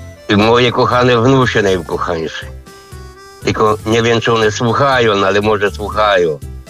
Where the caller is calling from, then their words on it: Masovian Voivodeship, Poland; Ale przede wszystkim ja jestem z okolic Proboszczewicy, ale nie koło Płocka.